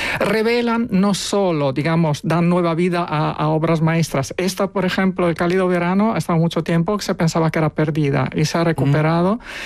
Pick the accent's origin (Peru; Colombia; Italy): Italy; now in Spain; Italia, que es el país de donde yo vengo